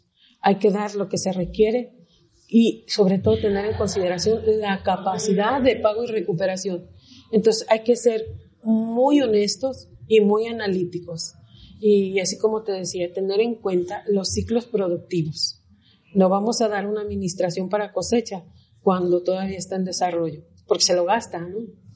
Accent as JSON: {"language": "Spanish", "region": "Jalisco", "country": "Mexico", "said": "Sabes que yo en Jalisco todavía tengo dos hermanos y mi madre. Y en algún momento de mi vida sí quiero ir"}